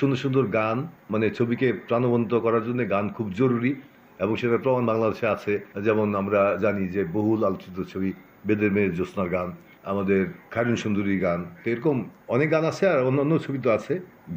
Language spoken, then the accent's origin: Bangla; Dhaka, Dhaka Division, Bangladesh; আমার জন্ম ঢাকার মিরপুরে, আদিবাড়ি নরসিংদী, যেটা দাদার বাড়ি বলে। আমি পড়াশোনা করেছি মিরপুরেই, মণিপুর উচ্চ বিদ্যালয়ে স্কুল জীবন।